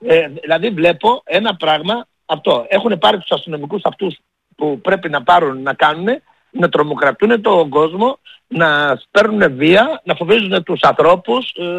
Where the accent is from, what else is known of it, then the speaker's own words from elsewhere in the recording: Greece; επειδή εγώ είμαι Έλληνας, έχω πρόβλημα με τον τόπο μου, δεν δέχομαι τίποτα.